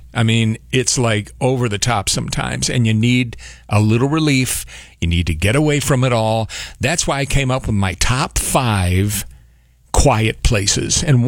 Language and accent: English; Gang Mills, New York, United States; moved away as an adult; also born or lived in Painted Post; now in Rochester, United States; because of the flood, literally covering Painted Post, my hometown, Gang Mills, to be more specific, that brought me to Rochester, New York.